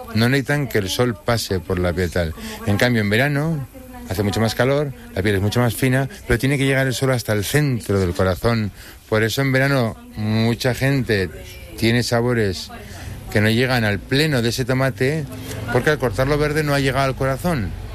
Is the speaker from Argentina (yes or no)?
no; Navarre, Spain; Pero a mí, por ejemplo, como soy de Navarra y somos bastante tradicionales, me sigue tirando más el rosa barbastro tradicional grande